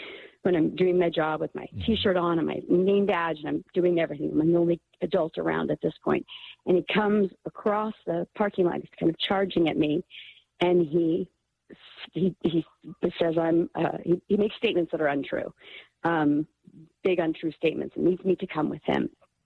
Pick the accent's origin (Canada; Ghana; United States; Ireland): Ireland; I'm Irish. I'm Catholic. I've been Catholic forever.